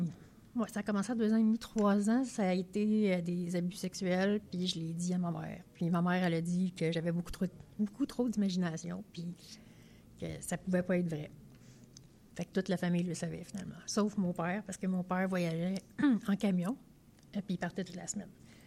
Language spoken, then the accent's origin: French; Saint-Ambroise-de-Kildare, Quebec, Canada; Dans le fond, je suis née à Saint-Ambroise-de-Kildare.